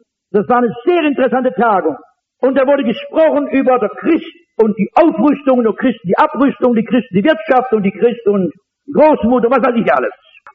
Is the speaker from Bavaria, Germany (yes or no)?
no; North Rhine-Westphalia, Germany; Bei uns im Ruhrgebiet gibt es ja tolle Industriekapitäne.